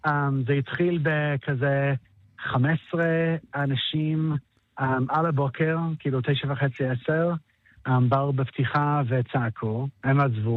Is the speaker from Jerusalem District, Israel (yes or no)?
yes; Jerusalem, Jerusalem District, Israel; אני ירושלמי